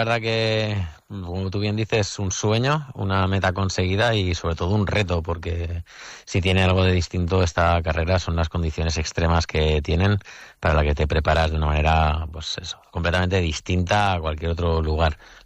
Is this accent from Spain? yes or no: yes; Rubielos de Mora, Aragon, Spain; siempre que me preguntan de dónde soy, no digo de Teruel, siempre digo de Rubielos de Mora, un pequeño pueblo de Teruel.